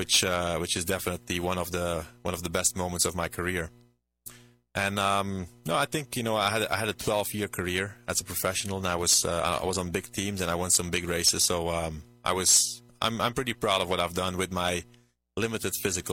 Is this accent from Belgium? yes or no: yes; Belgium; I'm from Belgium. And in Belgium, it's the second most important sport to soccer.